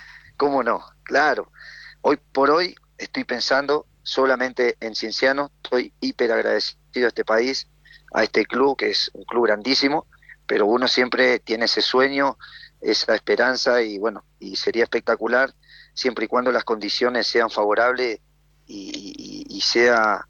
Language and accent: Spanish; Argentina; now in Peru; Y más en mi país, que lo quiero mucho.